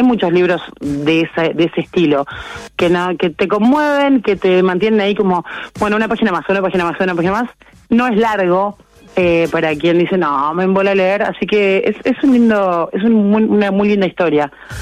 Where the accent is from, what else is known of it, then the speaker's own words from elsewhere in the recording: Uruguay; Soy uruguaya